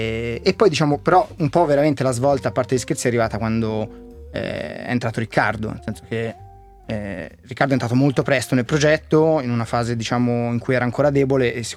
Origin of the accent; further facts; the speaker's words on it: Lucca, Tuscany, Italy; Sono di Lucca.